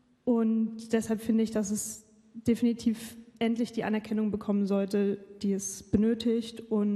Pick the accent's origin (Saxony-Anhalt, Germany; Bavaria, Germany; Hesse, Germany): Saxony-Anhalt, Germany; moved away as an adult; ich bin 25 Jahre alt und ich komme aus Mansfeld-Südharz. Ich bin seit Anfang letzten Jahres zurück in Sachsen-Anhalt nach meinem Studium.